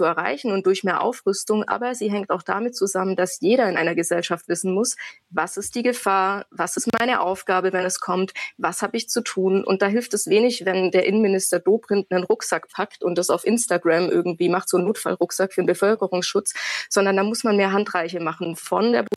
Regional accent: Baden-Württemberg, Germany; born or raised there

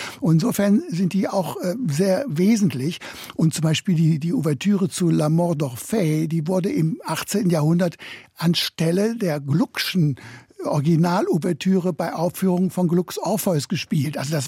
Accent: North Rhine-Westphalia, Germany; Ich bin ja eben aufgewachsen im Sendebereich des Westdeutschen Rundfunks.

